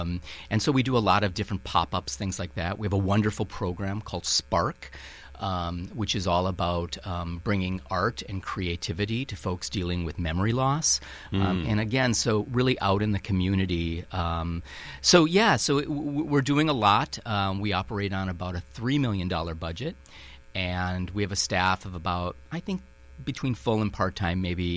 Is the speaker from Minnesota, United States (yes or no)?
yes; Saint Paul, Minnesota, United States; accent: Minnesota; also born or lived in Santa Cruz, California / Breckenridge, Colorado / Ann Arbor, Michigan; now in Racine, United States; I have this little Minnesota accent because I'm originally from St. Paul.